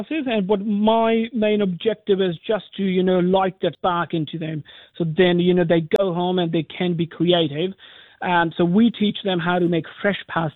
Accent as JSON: {"language": "English", "country": "India", "moved": "as an adult", "lives_now": "New Zealand", "said": "Because I come from India, you know, where food is very important to us. And when I came to New Zealand"}